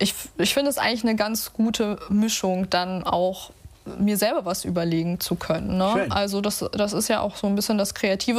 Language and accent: German; Kiel, Schleswig-Holstein, Germany; Und ich habe Großteil meiner Kindheit in Suxdorf verbracht.